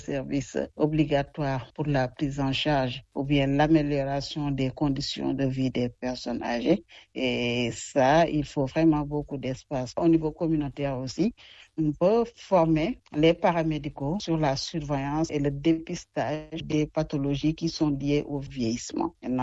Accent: Senegal; Mais ici, chez nous au Sénégal

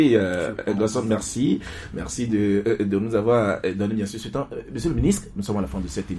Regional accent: Togo; nous le désirons en tant que Togolais. Nous aimons bien sûr notre pays, le Togo

